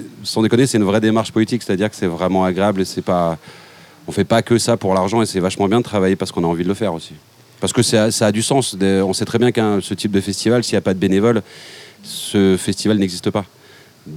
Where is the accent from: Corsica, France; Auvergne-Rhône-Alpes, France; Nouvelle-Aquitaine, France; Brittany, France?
Auvergne-Rhône-Alpes, France; Saint-Étienne; moi je viens de Saint-Étienne.